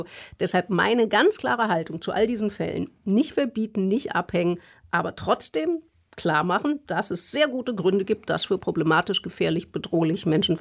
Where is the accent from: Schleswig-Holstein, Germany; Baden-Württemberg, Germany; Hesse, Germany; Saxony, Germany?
Hesse, Germany; Frankfurt am Main; Ich komme aus Frankfurt am Main.